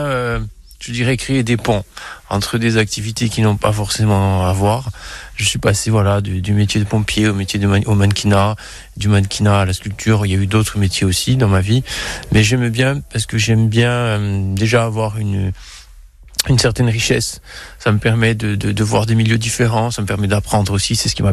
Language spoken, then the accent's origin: French; Petreto-Bicchisano, Corsica, France; Effectivement, oui, ça a été mon village d'adoption puisque je suis originaire de Petrito Bicchisano.